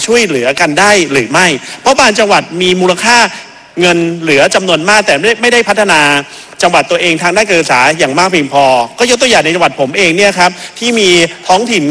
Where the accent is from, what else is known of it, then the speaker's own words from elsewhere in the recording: Samut Sakhon, Thailand; ผมเอามาจากจังหวัดสมุทรสาครของผมเอง